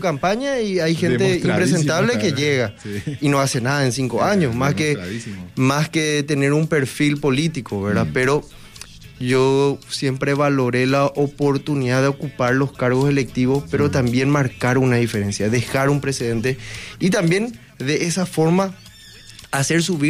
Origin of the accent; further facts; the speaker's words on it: Encarnación, Itapúa, Paraguay